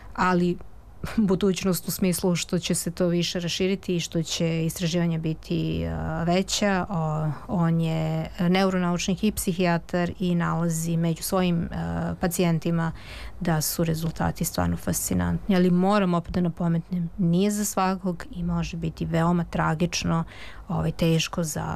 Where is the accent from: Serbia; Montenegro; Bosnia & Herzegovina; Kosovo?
Serbia; ja sam jedina iz Srbije i ja dolazim iz zemlje koja je jedina koja nije prihvatila ovakav vid medicine u zvaničnom smislu